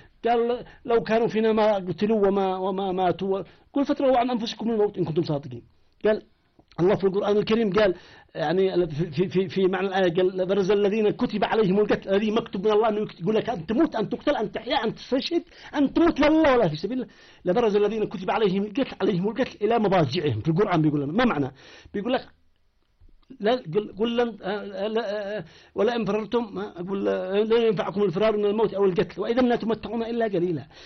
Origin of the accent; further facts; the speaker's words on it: Yemen; أقول لك إحنا بين اليمنيين عاد إحنا قاتلنا عاد إحنا الوالد جرب من صنعاء